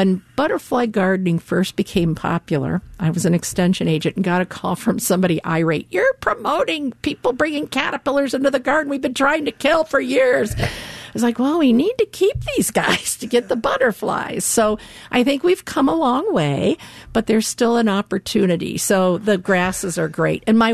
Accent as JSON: {"language": "English", "region": "Ohio", "country": "United States", "tie": "born or raised there", "said": "But I grew up in Ohio and I remember hiking in the woods with my dad in heavy shade and they were all in bloom."}